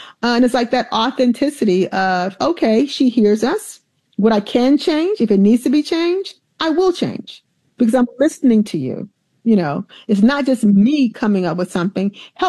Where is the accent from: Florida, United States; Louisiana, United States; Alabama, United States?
Alabama, United States; with that just fifth grade education back then and growing up in Alabama.